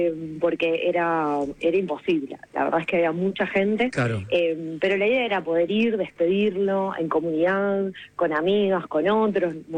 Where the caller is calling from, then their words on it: Ramos Mejía, Buenos Aires Province, Argentina; Yo soy de La Matanza, de Ramos Mejía.